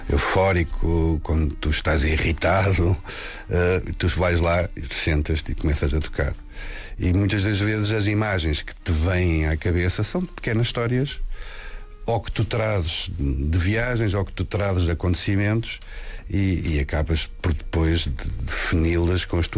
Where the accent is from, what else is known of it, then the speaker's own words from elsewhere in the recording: Lisbon, Portugal; Eu nasci em Lisboa, vivi eu na urbe e serei sempre um gajo urbano.